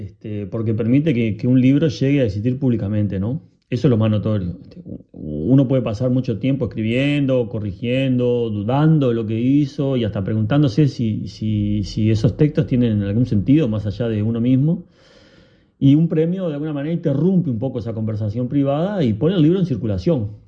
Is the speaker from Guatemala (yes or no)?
no; Mercedes, Soriano, Uruguay; moved away; yo, que soy del interior, de Mercedes, de ahí salí cuando me tocó irme.